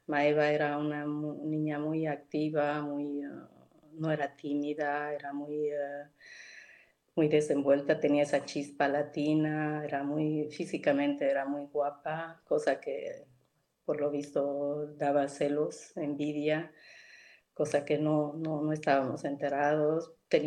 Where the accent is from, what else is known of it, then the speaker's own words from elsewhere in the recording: Tarija, Bolivia; moved away as an adult; now in Belgium; yo soy boliviana, nací en Tarija, viví en Bolivia hasta mis 26 años, estudié ingeniería informática y también estudié idiomas, porque siempre me apasionaron los idiomas. Aprendí inglés y francés en Bolivia